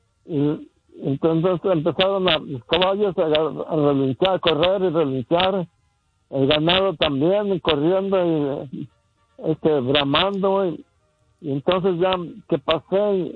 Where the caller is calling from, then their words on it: Tala, Jalisco, Mexico; yo soy de Huizquilco, municipio de Tala, Jalisco.